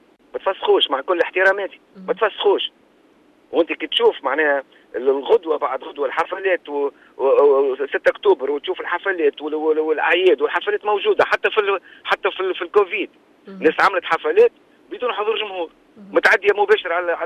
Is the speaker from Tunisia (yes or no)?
yes; Tunisia; وانا كمواطن تونسي